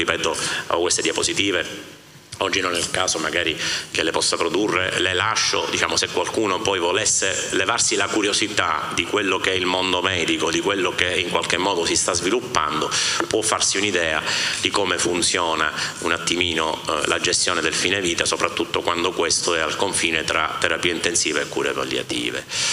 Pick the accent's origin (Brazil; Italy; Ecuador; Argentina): Italy; Sicily; anch'io sono siciliano e ogni tanto mi devo vergognare di essere siciliano